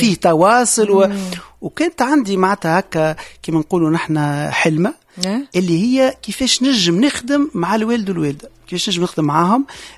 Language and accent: Arabic; Tunisia; born there; also born or lived in France